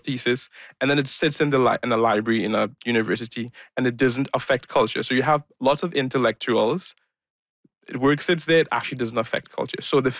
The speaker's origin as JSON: {"language": "English", "country": "Trinidad & Tobago", "said": "I'm a Trinidadian"}